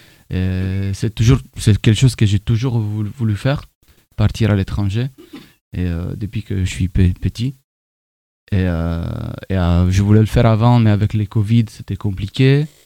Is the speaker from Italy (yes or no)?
yes; Cagliari, Sardinia, Italy; French is a second language; moved away as an adult; now in Paris, France; moi je viens de Cagliari, du coup de Sardaigne, et en fait je suis là depuis 4 ans à peu près, et je suis venu en France